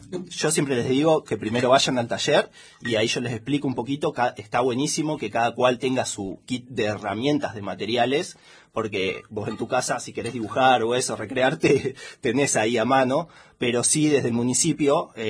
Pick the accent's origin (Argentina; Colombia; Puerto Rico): Argentina; Santa Rosa, La Pampa; born there; moved away; yo nací en La Pampa, en Santa Rosa.